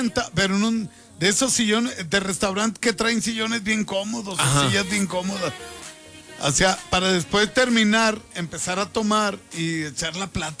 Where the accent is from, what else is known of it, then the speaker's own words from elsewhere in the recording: Nuevo León, Mexico; yo soy de Tunalguilla, Nuevo León.